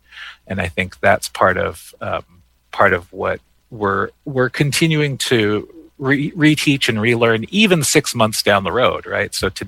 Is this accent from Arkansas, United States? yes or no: no; Rosebud, South Dakota, United States; now in Minneapolis, United States; I'm originally from the Upper Cupmeet community out in Rosebud, the Rosebud Reservation out in South Dakota. I've been living here on my Dakota cousin's land for 13 years here in Minneapolis